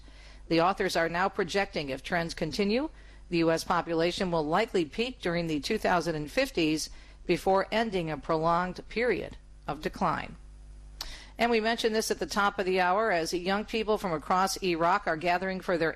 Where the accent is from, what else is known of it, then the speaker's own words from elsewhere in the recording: Detroit, Michigan, United States; portions of the Midwest, including my hometown of Metro Detroit